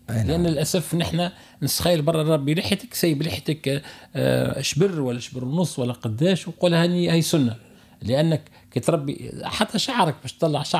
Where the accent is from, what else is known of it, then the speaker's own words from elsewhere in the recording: Redeyef, Gafsa Governorate, Tunisia; now in Tunis, Tunisia; رديف هي مدينتي وانا نعتز من برديف لان اول حرف من القرآن قرأته في رديف وبابا والدي والدتي من رديف